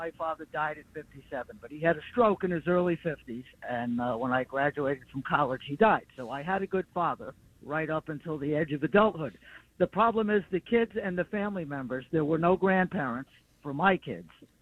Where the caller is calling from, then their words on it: Branford, Connecticut, United States; Brantford, Connecticut.